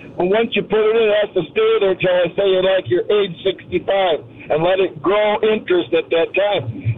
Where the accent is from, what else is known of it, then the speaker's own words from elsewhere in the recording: Ortonville, Minnesota, United States; I'm from Ortonville, Minnesota. You know the bump on the western Minnesota side?